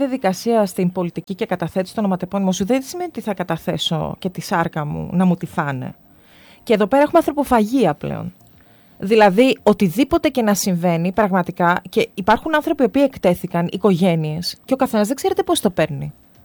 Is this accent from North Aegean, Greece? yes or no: no; Eastern Macedonia and Thrace, Greece; επειδή εγώ είμαι και από το Βορρά, εγώ είμαι από τον Εύρο, ας το πούμε.